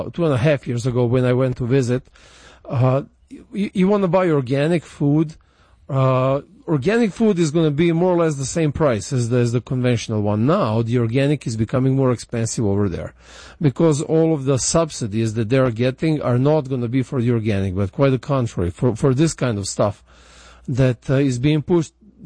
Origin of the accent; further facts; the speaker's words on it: Serbia; moved away; I went, to Serbia, to my home country, that I moved out from more than 20 years ago.